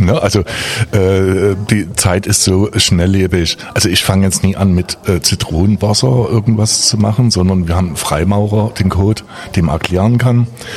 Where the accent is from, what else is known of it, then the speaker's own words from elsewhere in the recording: Scotland, United Kingdom; Deswegen als Schotte finde ich immer interessant, dass man mir die Fragen immer stellt.